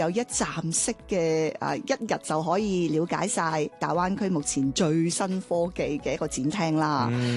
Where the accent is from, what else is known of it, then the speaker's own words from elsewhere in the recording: China; 比我哋中國人更加知了解我哋國家嚇，